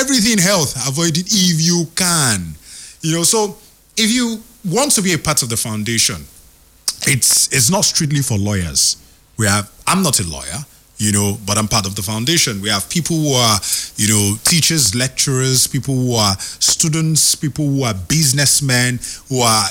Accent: Nigeria; also born or lived in Rivers State / Delta State / Imo State; We are one Nigerian, so, but we have roots everywhere.

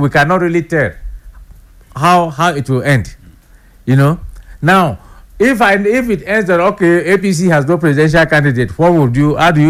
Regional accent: South South, Nigeria; We are all from South South. We are used to street fighting.

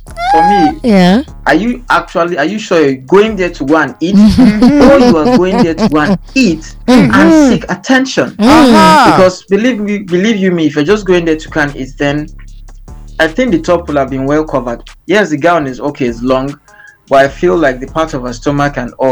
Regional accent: Zaria, Kaduna State, Nigeria; now in Ngariki, Nigeria; I think I grew up in Zaria

